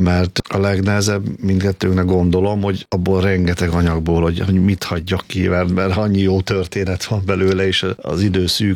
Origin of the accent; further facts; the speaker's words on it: Tura, Pest, Hungary; és a mai napig ott élek. Onnan jövök ide televízióba forgatni, vágni, és oda is megyek haza.